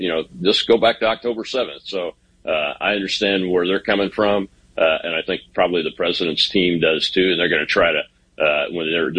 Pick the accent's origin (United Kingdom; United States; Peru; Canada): United States; Obviously I'm an American and not an Israeli